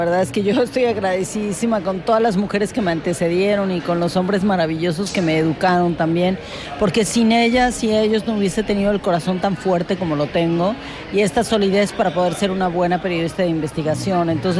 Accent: Mexico; moved away as an adult; now in Spain; volver a México fue regresar con mi propia voz y con mi propio cuerpo a un país al que pertenezco, que me pertenece y al que amo profundamente.

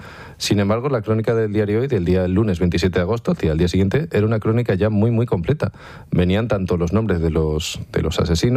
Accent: Moraleja, Extremadura, Spain; Era sobre un crimen ocurrido en Moraleja, en mi pueblo, en 1915.

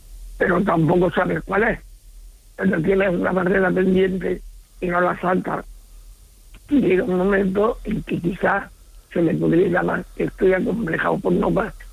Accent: Córdoba, Andalusia, Spain; now in Alicante, Spain; Estoy en Alicante, pero soy cordobés.

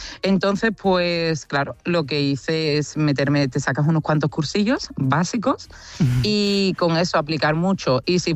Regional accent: Cádiz, Andalusia, Spain; yo, que soy del sur, yo que soy de Cádiz y que estudio en Sevilla

